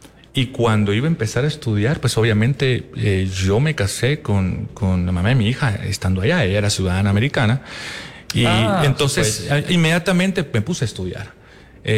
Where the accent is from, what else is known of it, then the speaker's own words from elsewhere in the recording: Guatemala; now in United States; yo mantengo mi ciudadanía, soy ciudadano americano, pero mantengo mi ciudadanía americana, sí, guatemalteca.